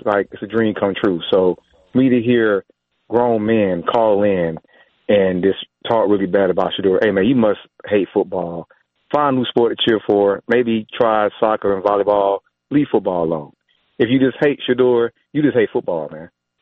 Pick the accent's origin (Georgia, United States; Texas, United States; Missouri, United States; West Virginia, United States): Georgia, United States; You know what? I'm from Georgia